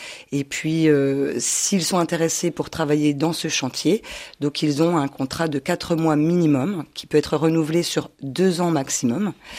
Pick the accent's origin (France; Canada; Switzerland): France; Vesoul, Bourgogne-Franche-Comté; Je viens de Franche-Comté, plus exactement de la Haute-Saône. Je suis née à Vesoul.